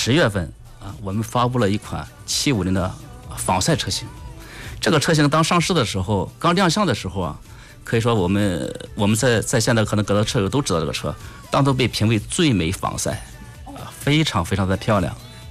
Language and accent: Chinese; Shandong, China; 非常山东，我们山东人就这样。